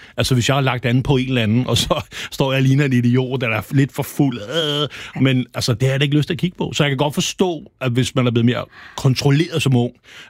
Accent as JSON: {"language": "Danish", "town": "Herlev", "region": "Capital Region of Denmark", "country": "Denmark", "tie": "born or raised there", "said": "Altså jeg voksede op i Herlev, hvor der altid var røvfuld"}